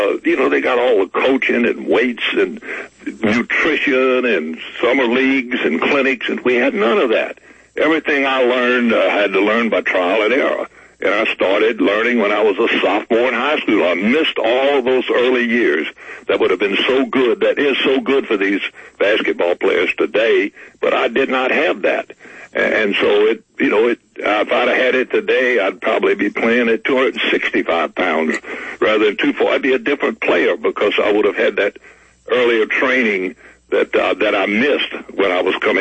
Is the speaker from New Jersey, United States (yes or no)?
no; Baton Rouge, Louisiana, United States; moved away as an adult; I loved, growing up in Baton Rouge.